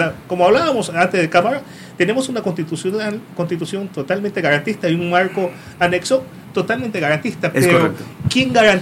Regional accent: Ecuador; nosotros como ecuatorianos

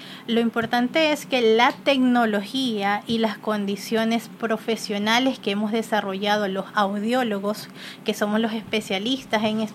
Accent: Ecuador

